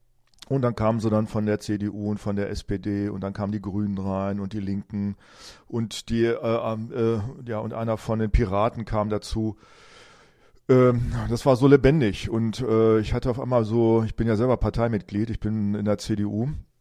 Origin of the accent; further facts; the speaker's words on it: Hameln, Lower Saxony, Germany; Es war so schön dabei zu sein, dass diese echten Menschen zu sehen, Menschen aus meiner Heimatstadt, aus Hameln.